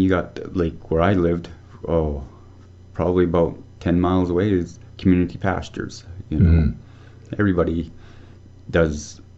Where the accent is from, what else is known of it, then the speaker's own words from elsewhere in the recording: Hinesburg, Alberta, Canada; Oh, back from, like, originally from Hinesburg in Alberta there, and born and raised on a ranch. Like, we had cattle and horses